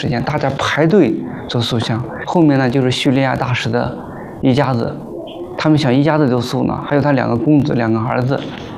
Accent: Heze, Shandong, China; born there; moved away

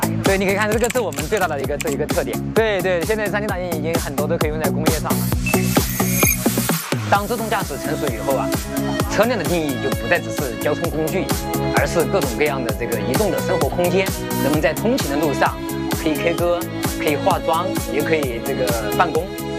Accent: Guizhou, China; moved away as an adult; also born or lived in Shanghai; 土生土长的这个贵州人

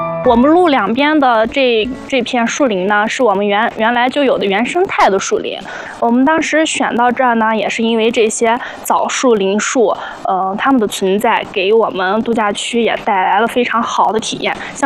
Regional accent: China; 我从小在林荫黄河边长大的，

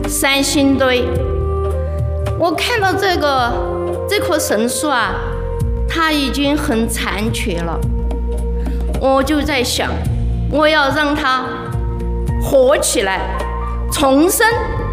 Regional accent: Sichuan, China; 我来自四川省阿坝州，我在大山里做刺绣工作啊，已经50多年了

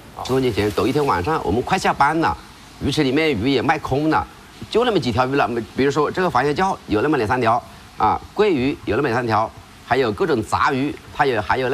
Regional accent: Xiangtan, Hunan, China; moved away as an adult; now in Chengdu, China; 我来自湖南湘潭，成都已经26年了

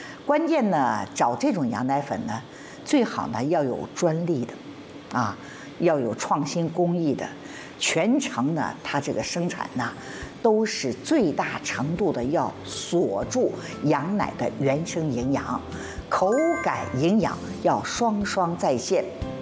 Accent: Shanghai, China; 我们上海话叫咖喱

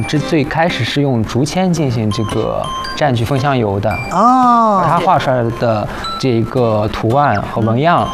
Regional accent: China; 我们中国人民

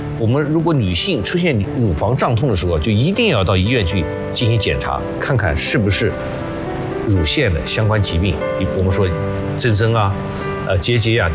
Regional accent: China; 所以湿气对我们中国人来说，就每个人都可以去祛湿。

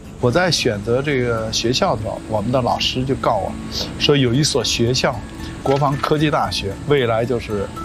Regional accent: Xi'an, Shaanxi, China; also born or lived in Shanxi; 跟当地在陕西西安的生长呢也有关系。我出生在山西，很小时候就到了陕西。

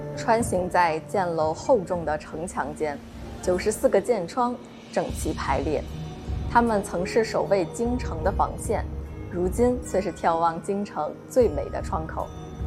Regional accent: Beijing, China; 我是正阳门箭楼的一名讲解员。作为一个北京人，我从小就知道前门楼子。

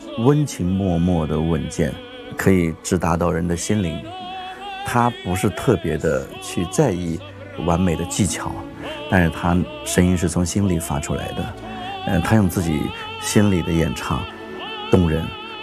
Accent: Henan, China; accent: Henan; 有点像我们河南口音

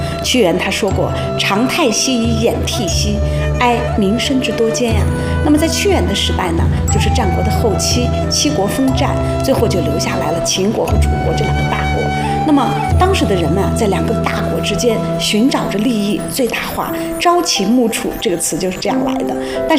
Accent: Gansu, China

